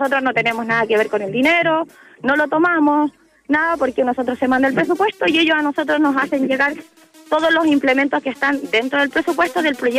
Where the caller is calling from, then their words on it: Puente Alto, Santiago Metropolitan Region, Chile; Somos de Puente Alto.